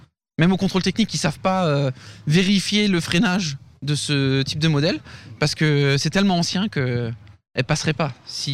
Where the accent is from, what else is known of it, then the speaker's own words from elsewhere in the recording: Grand Est, France; Alors non, je suis de Moselle.